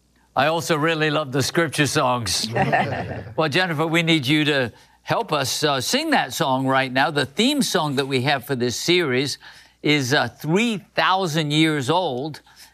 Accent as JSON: {"language": "English", "country": "United Kingdom", "said": "Here is a note also from Europe from a donor in the United Kingdom. That's my home country, right?"}